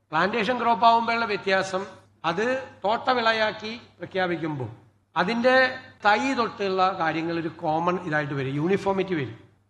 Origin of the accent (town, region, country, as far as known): Kerala, India